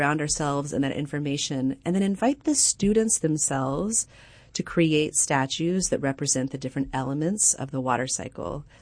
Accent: Nashville, Tennessee, United States; also born or lived in Austin; now in Albuquerque, United States; I grew up in Nashville

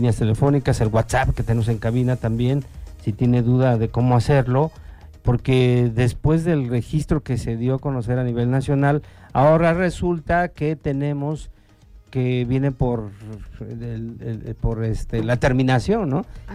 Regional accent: Mexico; ya como buen mexicano

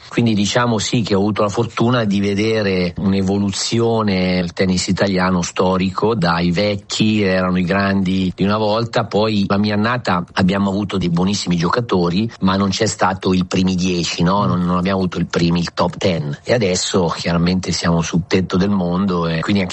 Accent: Monza, Lombardy, Italy; moved away as an adult; ma sono poi cresciuto sia a Monza con maestri Gambacurta e Galmozzi fino ai 20 anni.

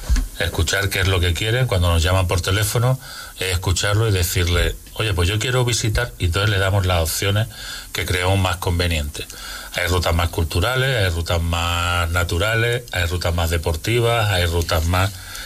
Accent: Aldeire, Andalusia, Spain; como vivimos en nuestro pueblo, aunque estoy viviendo a caballo entre Granada y Aldeire

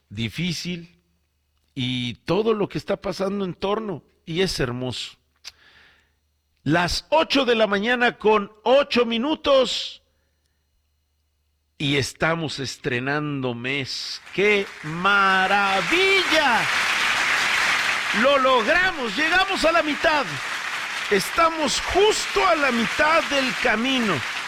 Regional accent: Mexico; Qué maravilla tener satisfacción todos como mexicanos, ¿verdad?

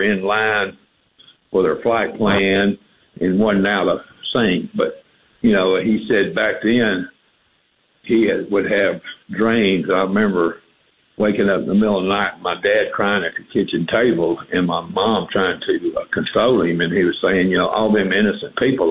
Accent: Bangor, Maine, United States; born there; also born or lived in Mississippi; I was born in Bangor, Maine. They say I was a maniac, but then I moved to Mississippi

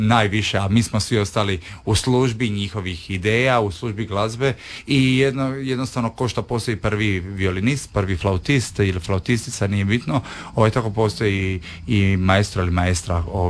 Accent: Split, Split-Dalmatia County, Croatia; iz Dalmacije sam, pa znam što se zapravo događa u zadnjih 20 godina

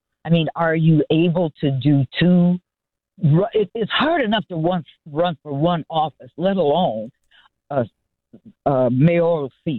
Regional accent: Joliet, Illinois, United States; as they say, born and raised in Joliet. I went to school here and went to college here, raised my family here

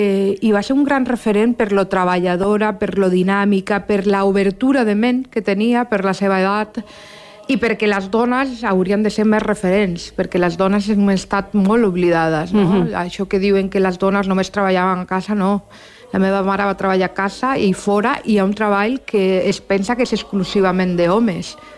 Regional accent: Barcelona, Catalonia, Spain; born there; Jo vaig néixer a Barcelona, a l'Hospital Sant Pau, el 8 d'abril del 77. Bueno, jo soc adoptada, me van adoptar en 6 mesos i van adoptar una família de Lleó, que són els meus pares.

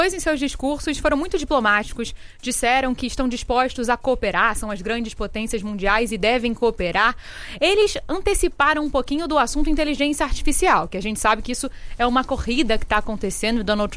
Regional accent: Rio de Janeiro, Brazil; also born or lived in Rio Grande do Sul; Minha mãe, gaúcha, 7 meses grávida, já morava no Rio há mais de 10 anos. Viajou só pra eu nascer lá no estado dela e voltou, então assim...

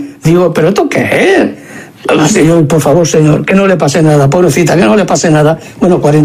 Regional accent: Barcelona, Catalonia, Spain

